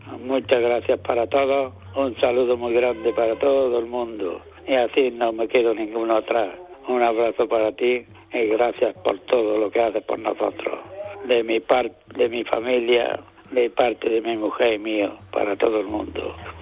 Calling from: Almuñécar, Andalusia, Spain; de Almuñécar, de la Peña del Aguacate.

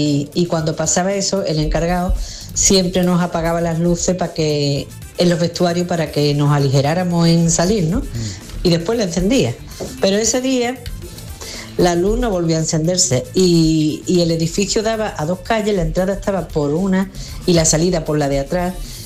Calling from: Málaga, Andalusia, Spain; de Málaga.

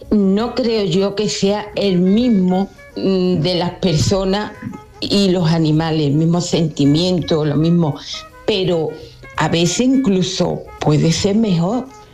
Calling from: Dos Hermanas, Andalusia, Spain; de Dos Hermanas.

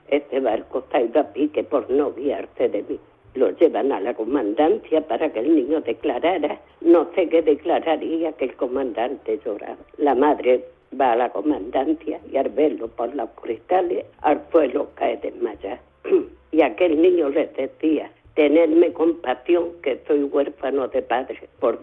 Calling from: Algeciras, Andalusia, Spain; Buenos días … de Algeciras.

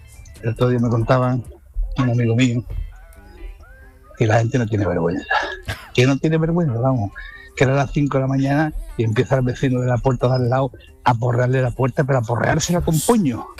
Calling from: Dos Hermanas, Andalusia, Spain; de Dos Hermanas, que llamo, os hablo desde Barbate.

